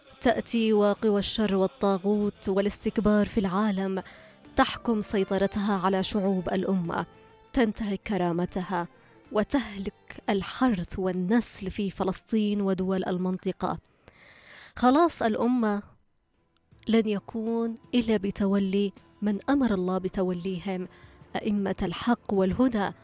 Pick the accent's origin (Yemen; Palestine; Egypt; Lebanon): Yemen